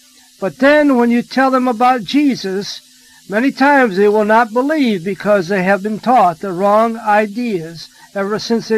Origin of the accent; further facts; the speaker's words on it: Ohio, United States; in Ohio, in my hometown.